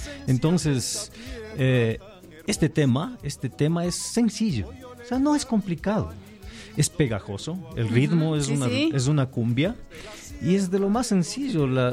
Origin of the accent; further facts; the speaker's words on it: Píllaro, Tungurahua, Ecuador; moved away as an adult; aunque yo viva afuera más de 35 años, casi 36 años, nunca he dejado de pensar en mi tierra natal, Píllaro, Tungurahua, Ecuador.